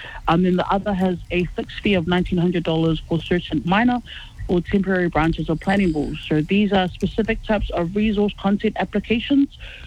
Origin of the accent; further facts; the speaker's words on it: Auckland, New Zealand; I know we're both from Otara